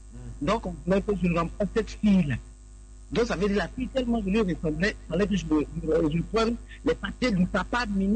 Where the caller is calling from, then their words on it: Côte d’Ivoire; mon identité, je suis une Ivoirienne.